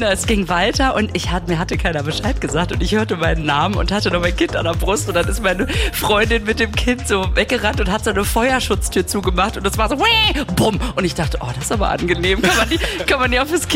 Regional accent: Münster, North Rhine-Westphalia, Germany; Davor die Woche in Münster schon ganz groß gefeiert, weil das ja meine Heimatstadt ist.

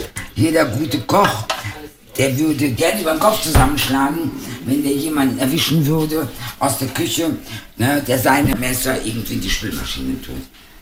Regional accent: Spain; als Spanierin

